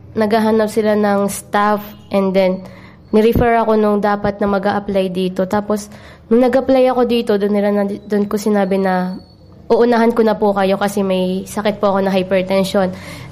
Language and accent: Tagalog; Lucban, Quezon, Calabarzon, Philippines; mula sa Lokman, Quezon, Barangay Ayuti.